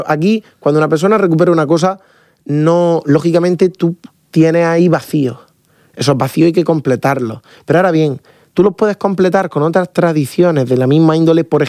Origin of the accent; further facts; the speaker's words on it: Lorca, Region of Murcia, Spain; una mujer de aquí del estudio que es paisana mía, de ahí de Lorca